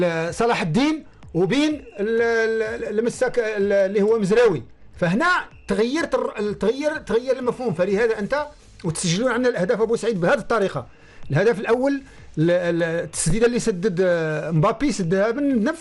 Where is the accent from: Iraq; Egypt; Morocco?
Morocco; وكلنا كمغاربة